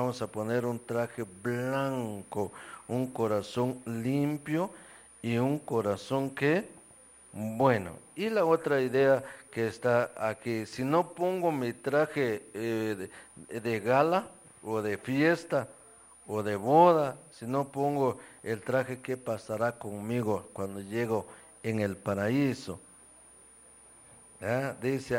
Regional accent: Guatemala; nosotros como guatemaltecos

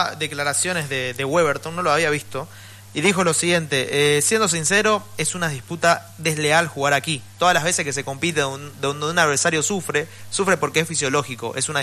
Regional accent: Bolivia; nuestra como fútbol boliviano

